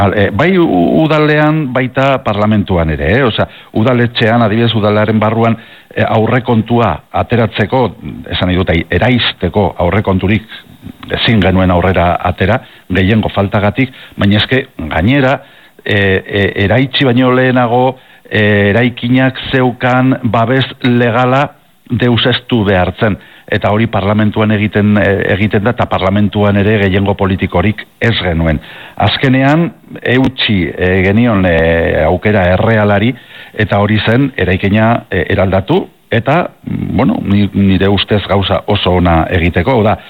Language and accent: Basque; Pamplona, Navarre, Spain; nire jolaz tokia txikitan Gazteluko inguru bidea zen, ez, fosoak eta Ciudadela eta inguru hori, hortan pasa nuenik aurtzaroa